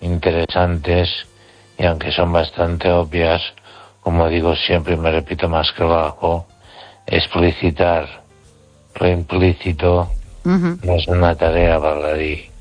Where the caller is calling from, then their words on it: Catalonia, Spain; desde Cataluña.